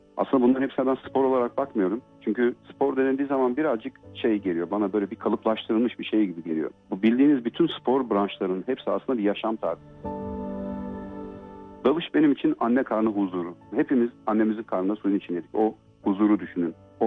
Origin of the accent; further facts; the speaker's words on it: Kars, Turkey; also born or lived in Gölcük; 1976 Kars doğumluyum. İlk öğretimimi Kars'ta, diğer öğrenimlerimi de Kocaeli'nin Gölcük ilçesinde tamamladım.